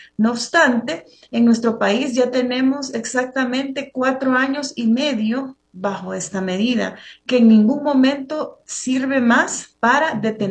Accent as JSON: {"language": "Spanish", "country": "El Salvador", "moved": "as an adult", "lives_now": "Mexico"}